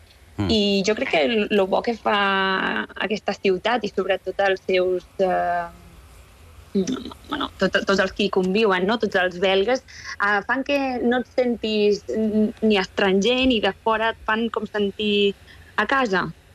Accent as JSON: {"language": "Catalan", "region": "Catalonia", "country": "Spain", "lives_now": "Brussels, Belgium", "said": "Com a catalana, trobes molt a faltar el Mediterrani, trobes molt a faltar el bon temps, la bona vibra, el bon menjar..."}